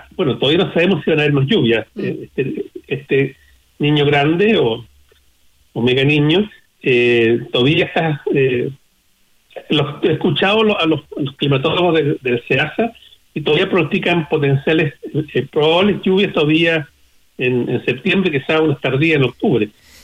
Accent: Copiapó, Atacama, Chile; yo que de chico nací en Coyapó

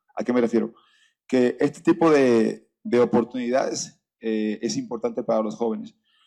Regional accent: Mexico; hoy creo que estamos orgullosos todos como mexicanos ver lo que ha hecho Guadalajara.

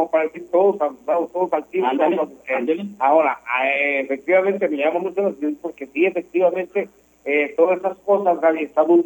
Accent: Indé, Durango, Mexico; born there; nací en Indé, Durango.

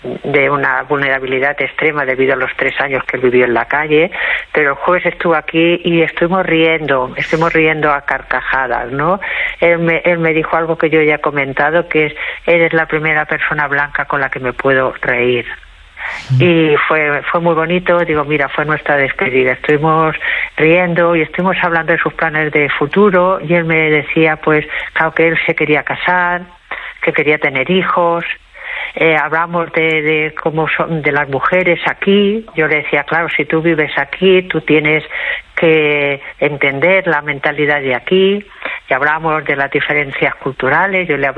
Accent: Badalona, Catalonia, Spain

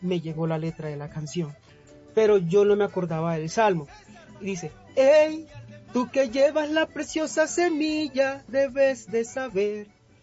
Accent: Quibdó, Chocó, Colombia; Por los lados de Quibdó.

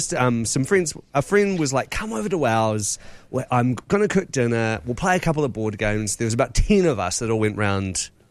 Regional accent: New Zealand; Because it was such an ingrained part of being a Kiwi at primary school.

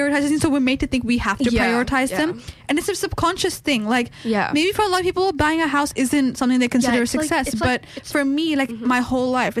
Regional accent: India; born there; moved away; we grew up in India for like a decade.

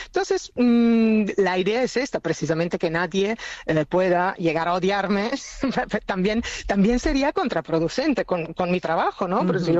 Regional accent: Italy; Spanish is a second language; Mira, hay algo que me gusta mucho de España, y yo soy italiana, pero como agente siempre he trabajado en España

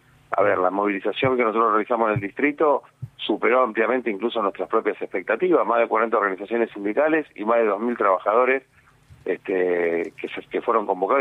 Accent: Argentina; Bueno, nosotros somos argentinos y creemos que lo mejor que podemos hacer es un paro a lo argentino.

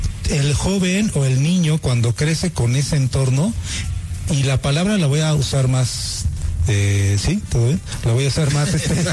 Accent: Ecatepec, State of Mexico, Mexico; Somos de Catepec.

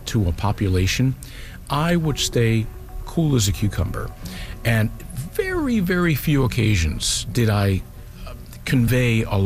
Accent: Puerto Rico; moved away; I'm Puerto Rican, and I grew up in Puerto Rico. Hurricanes and tropical cyclones were a part of my upbringing down there.

